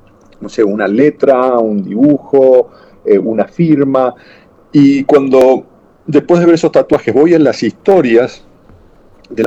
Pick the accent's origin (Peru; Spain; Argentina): Argentina; Córdoba; en Córdoba, en Argentina, yo soy de Córdoba